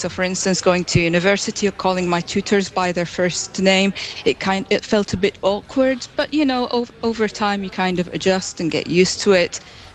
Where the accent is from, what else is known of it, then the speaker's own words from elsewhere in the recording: Syria; Well, my experience growing up in Syria, it's pretty much like, the situation in Nigeria.